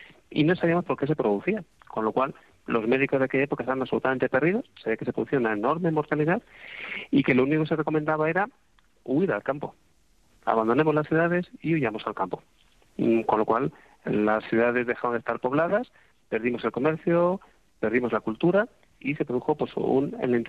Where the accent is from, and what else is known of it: Spain